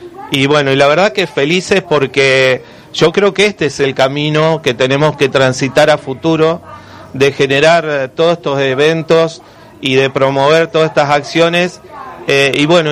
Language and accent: Spanish; Santa Fe, Argentina; como santafesino y bueno, en representación de Santo Tomé